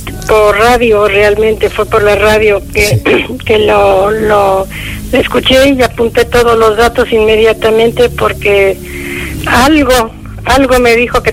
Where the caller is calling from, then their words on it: Cancún, Quintana Roo, Mexico; Yo estoy en México, en la ciudad de Cancún.